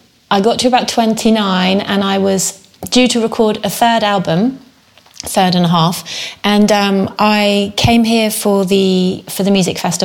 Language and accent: English; United Kingdom; moved away as an adult; also born or lived in London; now in France; as a Brit